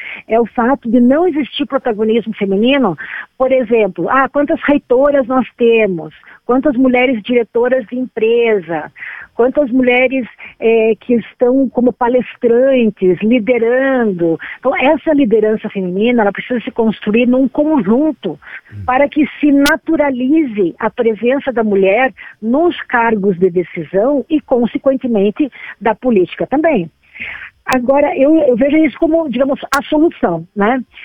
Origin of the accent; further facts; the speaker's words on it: South Region, Brazil; accent: southern (sul); now in Curitiba, Brazil; vocês já estão escutando o sotaque bem do sul aqui também, né? Tô falando de Curitiba.